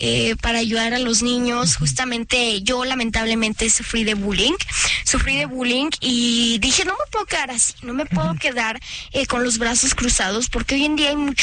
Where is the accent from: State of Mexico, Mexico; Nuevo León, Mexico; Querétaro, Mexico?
Querétaro, Mexico; De Querétaro, yo soy de Querétaro.